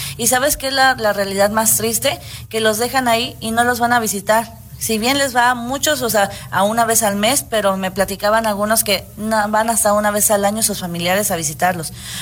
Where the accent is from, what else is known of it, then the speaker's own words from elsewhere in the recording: Mexico; que hay que cubrir nosotros como mexicanos para evitar esto.